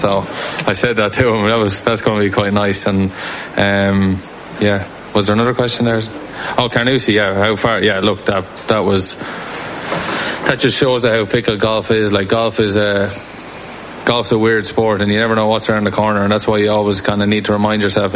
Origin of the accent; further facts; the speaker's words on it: Ireland; So obviously, look, I'm Irish, I grew up hole and putts on the putting green back home to win the Open.